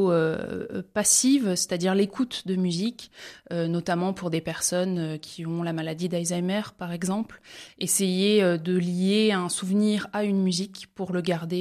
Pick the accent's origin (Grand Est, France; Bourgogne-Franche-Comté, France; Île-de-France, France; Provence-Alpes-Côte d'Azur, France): Grand Est, France; je suis originaire de Moselle, de Quédange-sur-Canère, plus exactement. Je viens d'une famille qui est croyante, pratiquante.